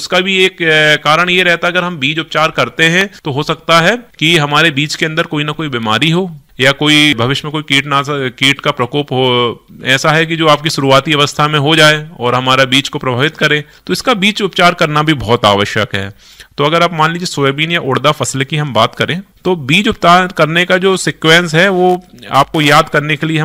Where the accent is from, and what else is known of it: Sagar district, Madhya Pradesh, India